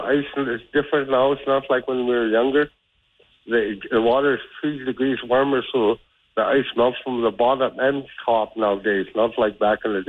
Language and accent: English; Canada; My father is … my mother is Doris, and I grew up in Salson River and Ross River area.